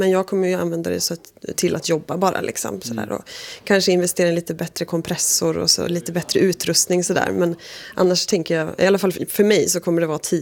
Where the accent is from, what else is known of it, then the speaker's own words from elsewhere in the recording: Torsby, Värmland, Sweden; now in Gothenburg, Sweden; och jag är från Värmland men jag bor i Göteborg och jag jobbar som konstnär.